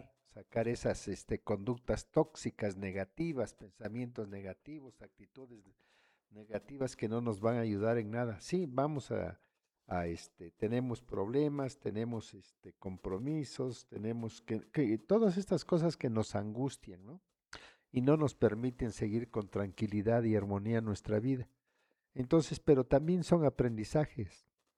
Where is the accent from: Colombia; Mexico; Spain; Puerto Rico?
Mexico; Oaxaca; todos somos paisanos aquí en la región, todos somos paisanos, nada de que yo soy de Yucuita y que el otro es de Chachuapan, todos vivimos en la misma región